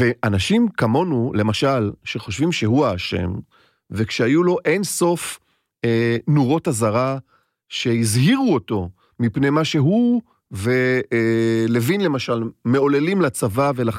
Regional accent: Bnei Brak, Tel Aviv District, Israel; אני מבני ברק.

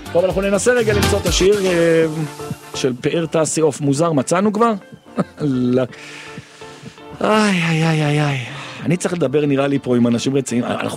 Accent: Jerusalem, Jerusalem District, Israel; זה ממשפט כזה שאני שומע בתור ירושלמי.

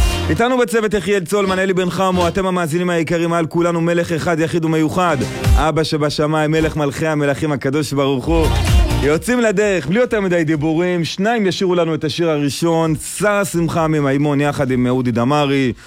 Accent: Jerusalem, Jerusalem District, Israel; born there; moved away; יליד ירושלים, מדבר כל היום על ירושלים, נוסע כל הזמן לעיר הולדתי

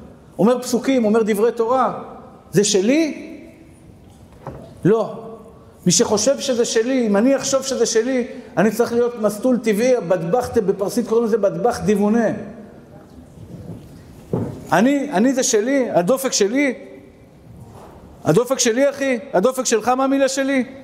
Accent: Tel Aviv, Tel Aviv District, Israel; אני תמיד זוכר מאיפה באתי בשכונת התקווה, ילד עני. לא אשכח לעולם מאיפה באתי

